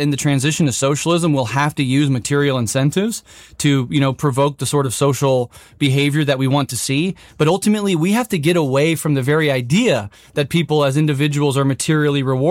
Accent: Omaha, Nebraska, United States; born there; I'm an American. I'm born in Omaha, Nebraska.

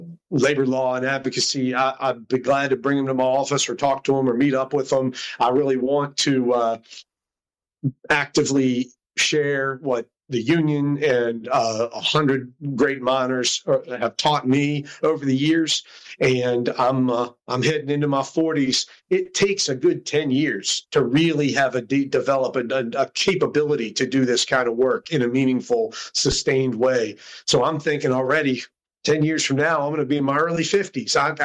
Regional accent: Morgantown, West Virginia, United States; born there; Well, I started off, I was born in Morgantown, and my mom's from Greenbrier County, more far southern, Nicholas Greenbrier areas. My dad's from up in Altoona, PA, railroad country. And they met up around Morgantown, so that's where I came into the picture.

